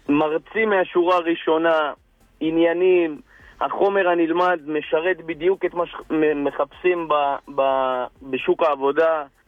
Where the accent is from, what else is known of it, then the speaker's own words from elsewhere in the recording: Haifa, Haifa District, Israel; אני מקירת חיים